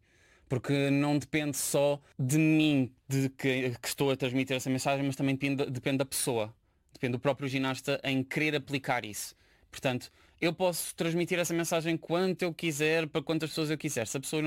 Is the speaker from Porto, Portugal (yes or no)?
no; Barreiro, Setúbal, Portugal; born there; Bem, nasci no Barreiro, tenho 24 anos, nasci a 21 de setembro de 2002